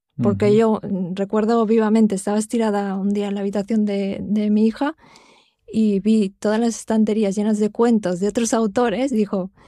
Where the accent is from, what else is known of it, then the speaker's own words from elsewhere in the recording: Capmany, Catalonia, Spain; a mi pueblo, a Capmany.